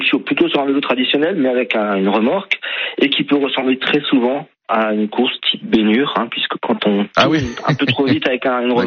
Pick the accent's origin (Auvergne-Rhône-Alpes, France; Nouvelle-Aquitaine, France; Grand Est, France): Grand Est, France